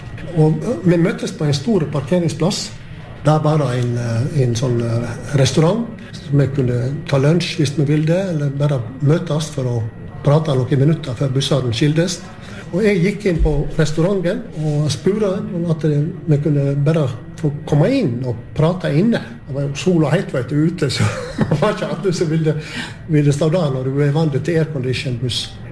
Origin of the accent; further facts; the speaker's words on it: Gaupne, Vestland, Norway; jeg kommer jo ifra Gaupne